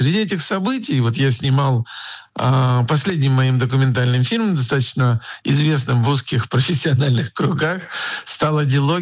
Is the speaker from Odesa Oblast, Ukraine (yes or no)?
no; Kyiv, Ukraine; что происходит в моем родном городе, в Киеве, естественно, во всей стране, гражданином которой я стал после распада Советской империи в 1991 году